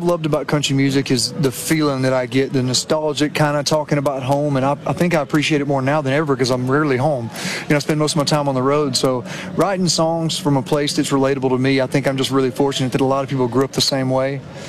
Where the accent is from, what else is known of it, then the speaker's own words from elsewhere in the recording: Alabama, United States; I couldn't be more proud of where I'm from and the state of Alabama.